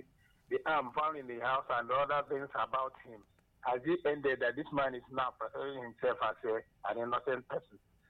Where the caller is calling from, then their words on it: Enugu, Enugu State, Nigeria; I'm calling from Enugu.